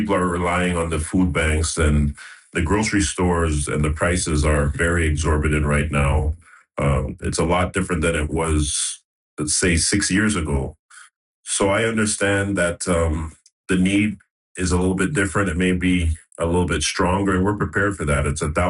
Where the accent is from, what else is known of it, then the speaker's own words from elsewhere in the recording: Toronto, Ontario, Canada; And for somebody that's born and raised in Toronto. I feel indebted to give back everything I can to this city